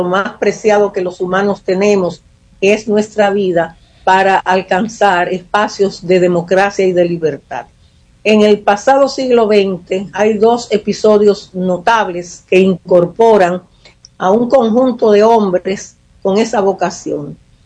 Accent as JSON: {"language": "Spanish", "country": "Dominican Republic"}